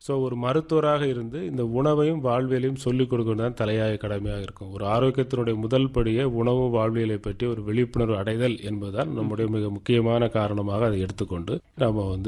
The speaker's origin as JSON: {"language": "Tamil", "region": "Tamil Nadu", "country": "India", "tie": "born or raised there", "said": "என்னுடைய சொந்த ஊர் அகசீஸ்வரம் பக்கத்துல ஈச்சன்வலைங்கிற கிராமம்."}